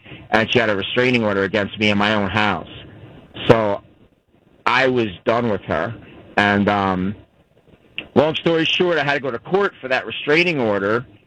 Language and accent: English; New Jersey, United States; I grew up in New Jersey